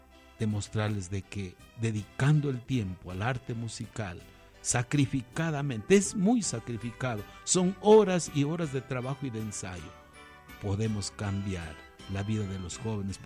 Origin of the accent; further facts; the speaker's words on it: El Cisne parish, Loja, Ecuador; Yo vengo de la parroquia del Cisne del Cantón y Provincia de Loja.